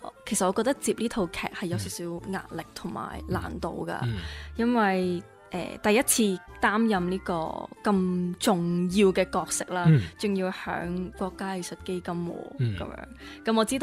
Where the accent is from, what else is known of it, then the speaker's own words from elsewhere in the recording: Macau; 我同麦思玉一样都是土生土长的澳门人